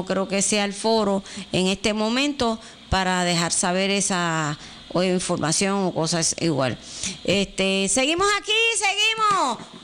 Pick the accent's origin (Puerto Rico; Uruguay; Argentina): Puerto Rico; San Germán; also born or lived in Sabana Grande, Puerto Rico; porque yo me crié aquí en San Germán, pero sí soy pura sabaneña, nacida en el Hospital Viejo de Sabana Grande. Yo creo que yo soy de las últimas que nacieron allí.